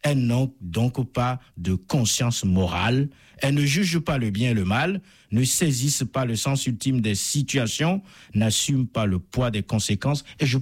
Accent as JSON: {"language": "French", "country": "Benin", "said": "Les choses comme en Afrique, chez moi au Bénin"}